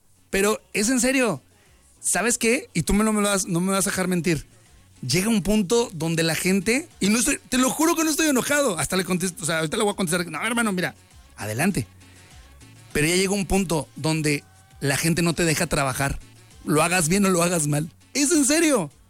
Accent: Saltillo, Coahuila, Mexico; mi familia es saltillense, yo soy de Saltillo.

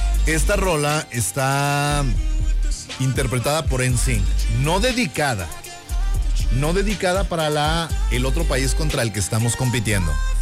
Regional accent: Mexico; como mexicanos, como pueblo, como nación.

